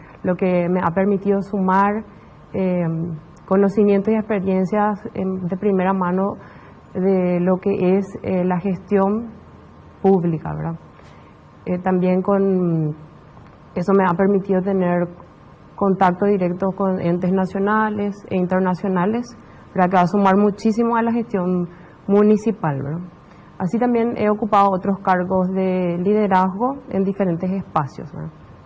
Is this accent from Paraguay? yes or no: yes; Boquerón, Paraguay; paraguaya, chaqueña. Crecí recorriendo los caminos de Boquerón junto con mi familia